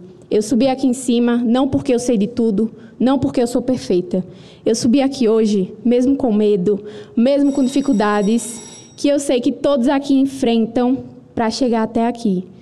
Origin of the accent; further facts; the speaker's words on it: Arapiraca, Alagoas, Brazil; Tenho a honra de representar o estado de Alagoas. Vim da cidade de Arapiraca.